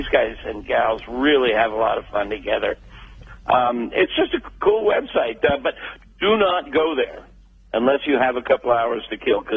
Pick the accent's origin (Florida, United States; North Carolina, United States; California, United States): Florida, United States; I was raised in Florida. I'm a University of Florida Gator